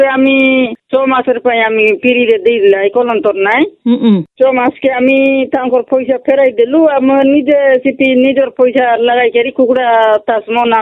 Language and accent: Odia; Barangguda, Odisha, India; ଆମର ଗାଁ ବାରଙ୍ଗୁଡା GP ରାନୀଗୁଡା ତାନା Kundra post office ଭୂଷାଙ୍ଗୁଡା